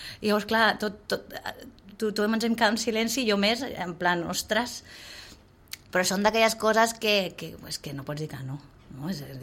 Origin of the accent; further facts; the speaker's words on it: Sitges, Catalonia, Spain; soc de Sitges